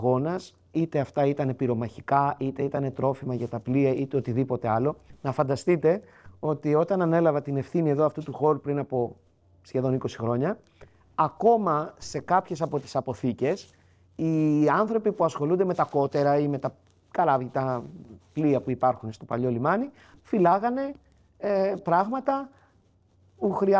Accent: Piraeus, Attica, Greece; moved away as an adult; now in Spetses, Greece; Τώρα είναι η πατρίδα μου. Πιο πολλά χρόνια έχω ζήσει εδώ, παρά στον Πειραιά που γεννήθηκα και μεγάλωσα.

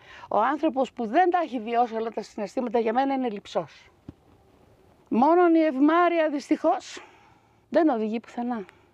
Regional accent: Epirus, Greece

